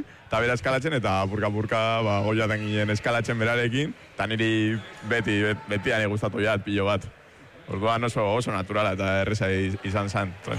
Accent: Bilbao, Basque Country, Spain; Ez, gu bilbotarra gara

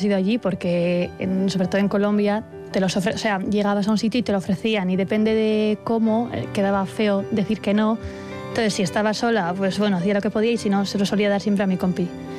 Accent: San Sebastián, Basque Country, Spain; also born or lived in Leioa / Bilbao

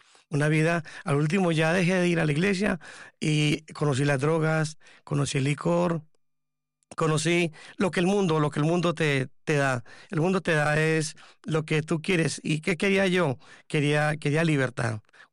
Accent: Medellín, Antioquia, Colombia; moved away as an adult; now in Basque Country, Spain; yo soy colombiano, de Medellín, y llevo aquí unos 18 años en el País Vasco.

